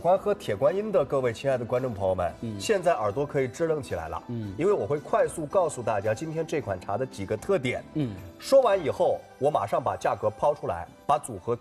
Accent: Fujian, China; 福建省泉州市安溪县大坪乡。 … 作为一个土生土长的福建孩子

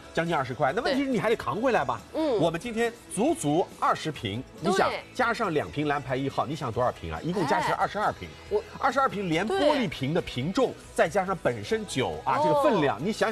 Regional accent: Shanghai, China; 于是这一口酒就是让我们上海人心心念念难忘的石库门的黑标老酒了

